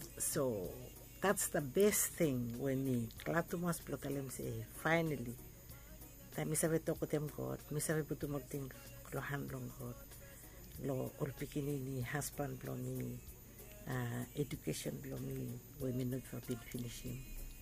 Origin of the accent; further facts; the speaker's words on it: Vanuatu; because I'm from Vanuatu, but I lecture in law.